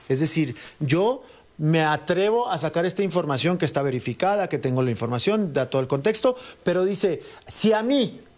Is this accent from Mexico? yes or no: yes; Chihuahua, Mexico; él es de Coahuila, yo soy de Chihuahua.